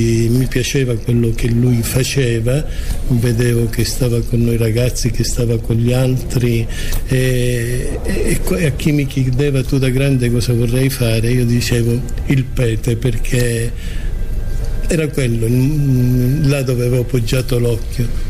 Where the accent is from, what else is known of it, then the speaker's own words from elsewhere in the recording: Messina, Sicily, Italy; moved away as an adult; now in Agrigento, Italy; e quindi ho fatto tutto a Messina, mia città d'origine appunto